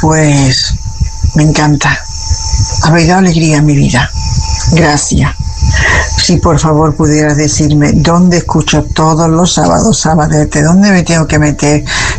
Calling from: Córdoba, Andalusia, Spain; como cordobesa, entenderás mi habla.

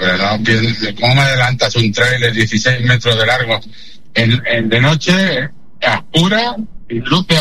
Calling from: Catalonia, Spain; yo trabajo aquí todos los días en Cataluña.

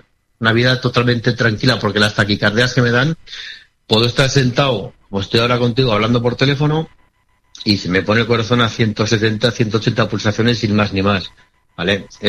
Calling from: Zaragoza, Aragon, Spain; ¿Que soy el único de Zaragoza que viene al tribunal médico?

